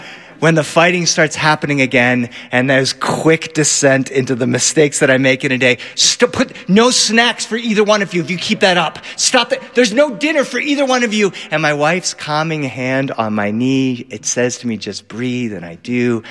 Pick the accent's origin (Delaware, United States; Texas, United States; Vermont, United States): Delaware, United States; now in Los Angeles, United States; I grew up on the East Coast. I grew up in Delaware.